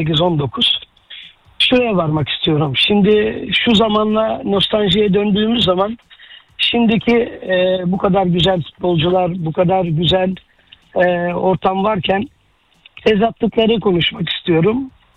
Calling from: Istanbul, Turkey

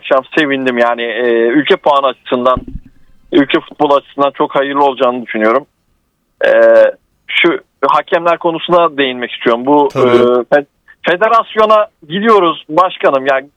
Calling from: Bursa, Turkey; Bursa'dan arıyorum.

